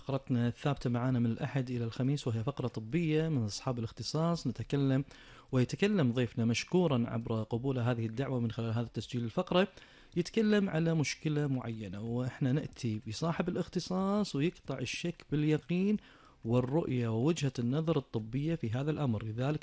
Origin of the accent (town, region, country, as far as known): Kuwait